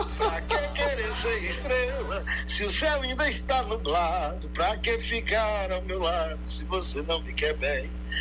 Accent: Guaraci, Pernambuco, Brazil; born there; eu nasci em Guaraci em 1962. E Guaraci foi emancipado em 1963, né?

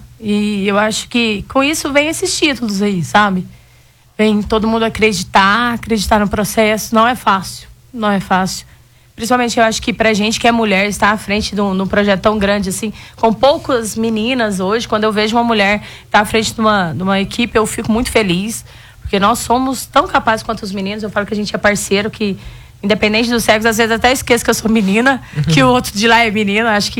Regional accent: Goiás, Brazil; moved away as an adult; also born or lived in Uberlândia; E eu sou goiana, né? Sou de Goiás.

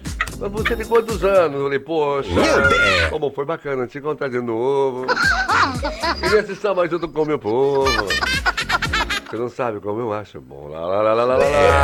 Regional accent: Salvador, Bahia, Brazil; Não, porque eu sou de Salvador.

